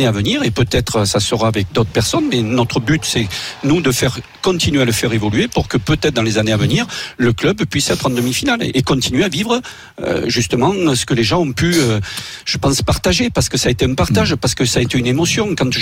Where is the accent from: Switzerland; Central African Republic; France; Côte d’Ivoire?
France; Nouvelle-Aquitaine; Voilà, je suis bien du Périgord, et bien un vrai Périgourdin.